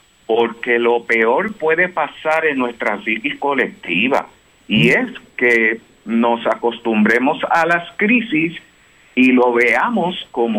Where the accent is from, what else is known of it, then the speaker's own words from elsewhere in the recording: San Germán, Puerto Rico; compartí con unas amistades el pasado sábado acá en mi pueblito de San Germán